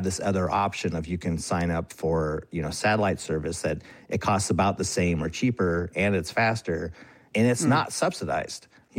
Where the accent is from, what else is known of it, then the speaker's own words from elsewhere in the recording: Alaska, United States; But, I'm from Alaska. I grew up here.